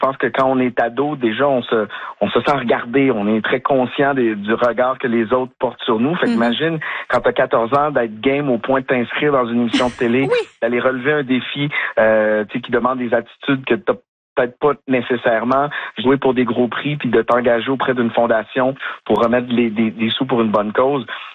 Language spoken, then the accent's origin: French; Quebec City, Quebec, Canada; Je sais pas si c'est parce que je viens de Québec